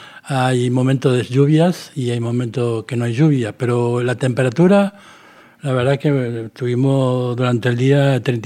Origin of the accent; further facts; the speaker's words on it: Uruguay; yo soy de Uruguay, al lado de Argentina, Brasil